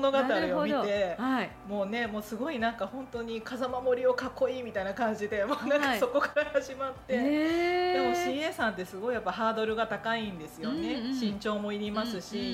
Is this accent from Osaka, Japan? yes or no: yes; Osaka, Japan; born there; 私はもう日本で大阪で生まれましたので、はい、中国語が喋れない中国人。